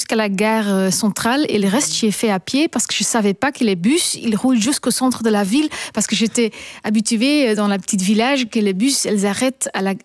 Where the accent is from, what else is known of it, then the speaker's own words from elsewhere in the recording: Flanders, Belgium; French is a second language; now in Brussels, Belgium; Oui, je viens de Kempen. Peut-être on peut entendre ça encore dans mon dialecte. Mais maintenant, j'habite depuis 20 ans à Bruxelles.